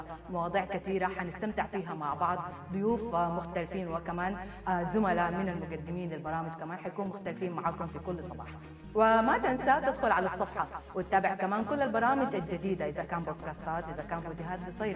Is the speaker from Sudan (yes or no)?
yes; Sudan; وإحنا كسودانيين لسه ما زلنا مستمرين نرفع دعيتنا وأمنياتنا لربنا القدير إنه يعم الفرح والسلام في سوداننا الحبيبة، في كل بقعة من بلدنا الحبيبة السودان.